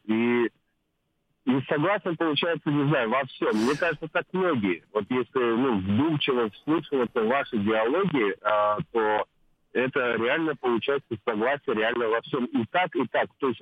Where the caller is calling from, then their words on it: Kaliningrad, Kaliningrad Oblast, Russia; я из Калининграда.